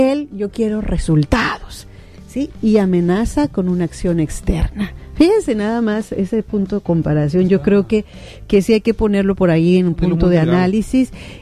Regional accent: Culiacán, Sinaloa, Mexico; amamos nuestro Terruño, amamos nuestro Culiacán, nuestro Sinaloa y nuestro México

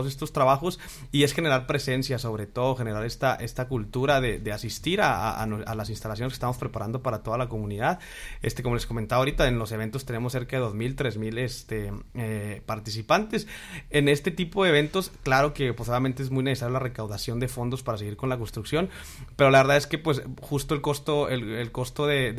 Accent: Mexico; Los mexicanos somos fervientes de la Virgen de Guadalupe.

